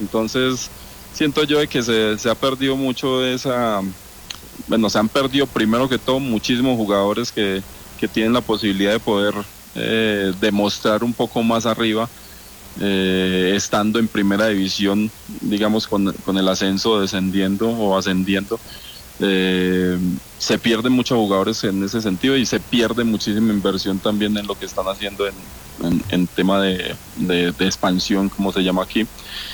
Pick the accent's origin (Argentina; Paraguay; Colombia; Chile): Colombia; now in Mexico